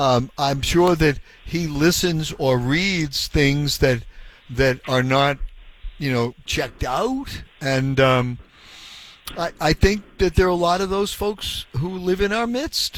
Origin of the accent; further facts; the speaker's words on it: Boston, Massachusetts, United States; born there; As a kid, I went to a Catholic grammar school in Reedville, and when I went to Boston Latin School